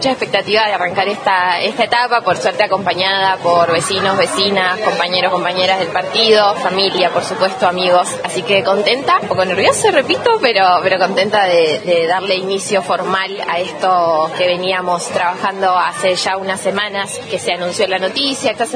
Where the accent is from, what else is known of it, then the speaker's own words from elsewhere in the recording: Esquel, Chubut, Argentina; Sí, yo soy de acá de Esquel, nací acá, me fui a estudiar, soy médica, hice mi especialidad acá en el Hospital Zonal